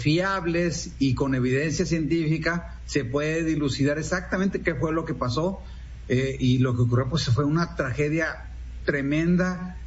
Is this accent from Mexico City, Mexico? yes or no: no; San Buenaventura, Coahuila, Mexico; Un saludo desde San Buenaventura, Coahuila. Acá estamos todavía en, por mi tierra